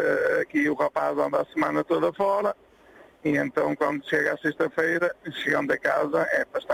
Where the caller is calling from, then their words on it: Penafiel, Norte, Portugal; Eu sou de Paço da Penafiel.